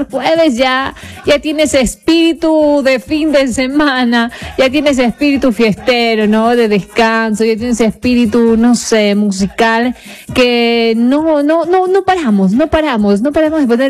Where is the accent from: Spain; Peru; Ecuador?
Ecuador; Telimbela, Bolívar; siempre he dicho que soy de por ahí, de que soy de Telimbela, de que venimos de esa tierra linda, hermosa